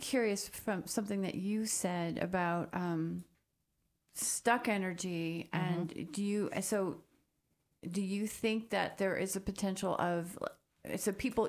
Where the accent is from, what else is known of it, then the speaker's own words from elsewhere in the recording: Pennsylvania, United States; born there; moved away; I was born in Pennsylvania.